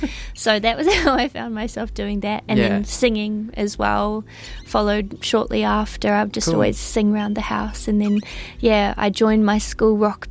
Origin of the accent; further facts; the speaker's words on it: Christchurch, Canterbury, New Zealand; born there; moved away; when I was like first learning guitar in Christchurch